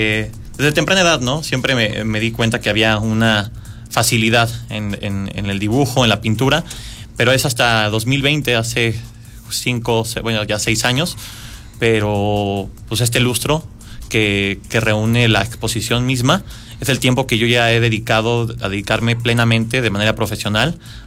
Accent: Querétaro, Mexico; siendo yo queretano

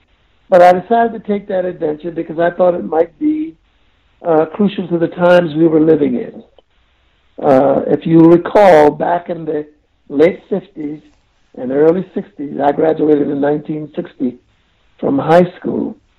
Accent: South Carolina, United States; born there; First of all, I was born in Charleston County, South Carolina

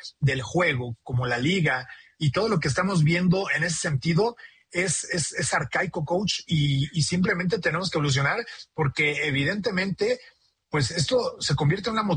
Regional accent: Mexico; Yo soy de México, no vamos a poder ir.

